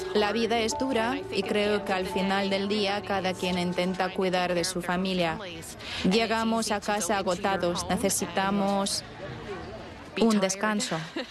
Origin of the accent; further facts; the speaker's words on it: Cobourg, Ontario, Canada; Venimos de los alrededores de Toronto, de Ontario, Canadá, de la ciudad de Cobourg.